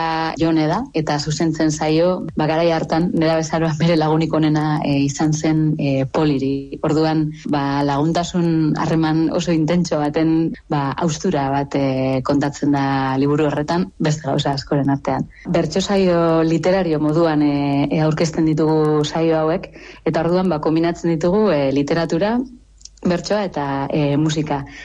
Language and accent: Basque; Basque Country, Spain; ni bizkaitarra naiz